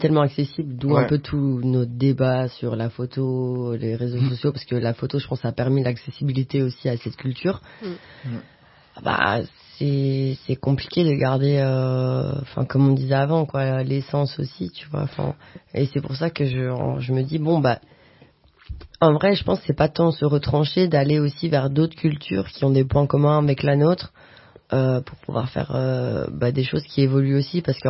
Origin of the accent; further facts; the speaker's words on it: Belgium; now in France; Enfin, moi, je viens de Belgique aussi. En Belgique, c'est la même chose.